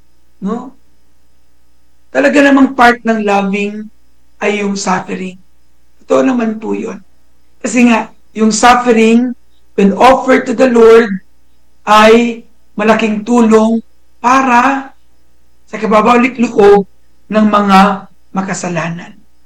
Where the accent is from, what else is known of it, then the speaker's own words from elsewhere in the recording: Marilao, Central Luzon, Philippines; Ako po ay taga Marilao.